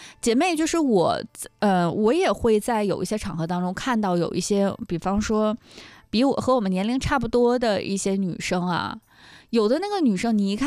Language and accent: Chinese; Northeast China, China; accent: Northeastern dialect; 用咱们东北话来说